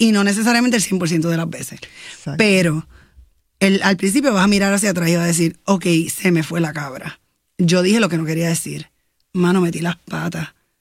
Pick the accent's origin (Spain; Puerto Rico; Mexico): Puerto Rico; Y somos boricuas y los absolutos nos encantan, porque siempre pasa esto, porque nunca pasa esto.